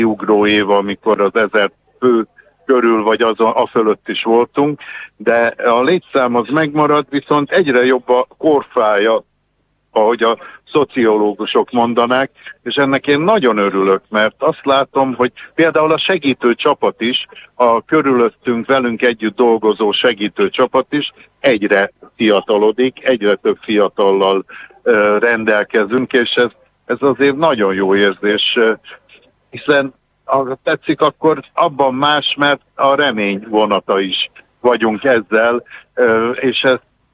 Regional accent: Erdőkürt, Nógrád, Hungary; born there; Én erdőkürti születésű vagyok

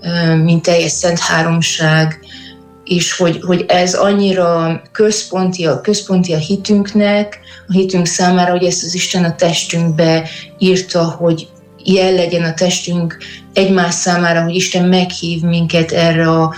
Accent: Brașov, Brașov County, Romania; now in Târgu Mureș, Romania; Brassóiak vagyunk, de Marosvásárhelyen élünk már egy jó ideje.

